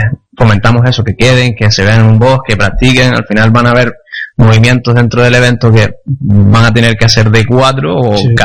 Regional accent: Canary Islands, Spain; me incluyo como canario

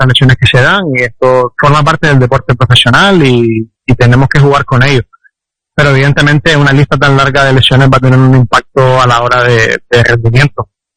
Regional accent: Spain; moved away as an adult; now in Johor, Malaysia; somos casi todos españoles

